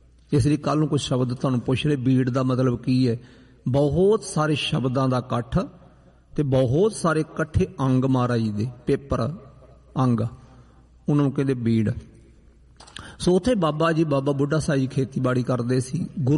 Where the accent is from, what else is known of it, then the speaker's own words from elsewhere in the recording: Jhamka, Punjab, India; ਮੇਰੇ ਪਿੰਡ ਤੋਂ 10 ਕਿਲੋਮੀਟਰ ਹੈ, ਛੋਟੇ ਦੇ ਹੀ ਤੁਰ ਕੇ ਪਿੰਡ ਉਹ ਚੱਲ ਜਾਣਾ, ਉੱਥੇ ਝਾਮਕਾ ਪਿੰਡ ਸਤਸੰਗ ਮੇਰਾ ਮਾਣੋ ਚਾਲ ਝਾਮਕਾ ਚਵਾਲ ਥਾਣਾ ਸਾਡਾ।